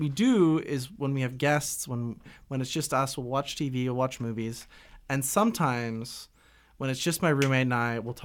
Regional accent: Calgary, Alberta, Canada; Calgary, Alberta, where I'm from.

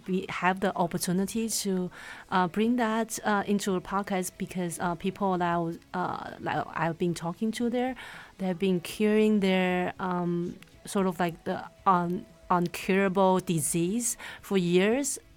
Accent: Taiwan; English is a second language; moved away as an adult; also born or lived in United States; now in Canada; I was originally from Taiwan, and I had an experience of living in the States where I was there for sophomore year and undergrads.

